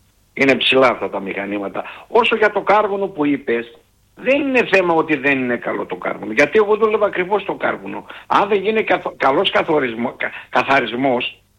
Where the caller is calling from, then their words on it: Kapnochori, Western Macedonia, Greece; Εγώ είμαι από το Καπνοχώρι. Καπνοχώρι Κοζάνης. Είμαι 3 χιλιόμετρα από τον Άγιο Δημήτριο.